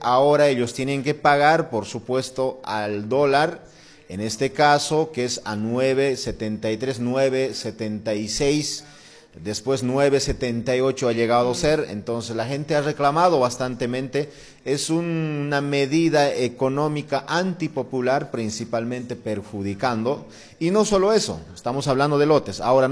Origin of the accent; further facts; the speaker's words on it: Bolivia; quienes principalmente somos como bolivianas y bolivianos